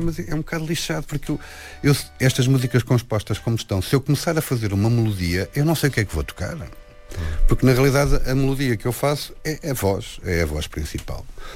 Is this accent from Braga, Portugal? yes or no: no; Lisbon, Portugal; Eu nasci em Lisboa, vivi eu na urbe e serei sempre um gajo urbano.